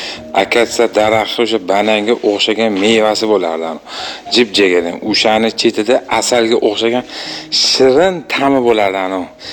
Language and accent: Uzbek; Tashkent, Uzbekistan; o'zi Yunusobodlimiz biz.